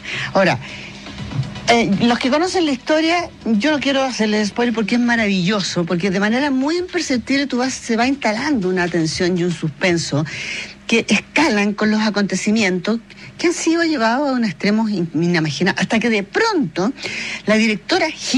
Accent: Chile; Y entonces uno, como chileno, no conoce la historia

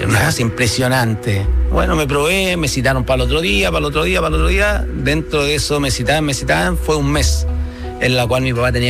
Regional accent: Santiago, Santiago Metropolitan Region, Chile; yo soy nacido y criado en Santiago, en la comuna de Recoleta.

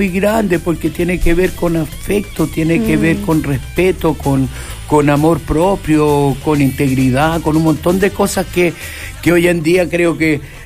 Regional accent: Chile; el hecho de yo ser absolutamente perseverante en mi existencia como músico chileno y en Chile

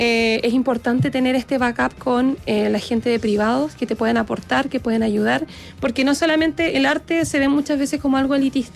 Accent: Coquimbo, Chile; yo soy de Guayacán, de Tierras Blancas, en la región de Coquimbo

